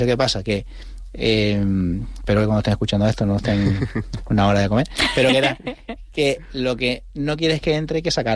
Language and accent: Spanish; Canary Islands, Spain; moved away; como canario me gustaba